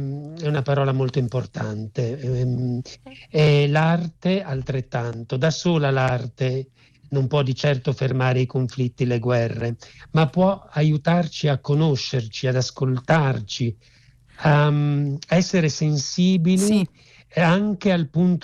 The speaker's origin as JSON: {"language": "Italian", "town": "Rijeka", "region": "Primorje-Gorski Kotar County", "country": "Croatia", "moved": "yes", "said": "Lei deve sapere che io vengo da Rijeka, da Fiume, mio papà è stato esule"}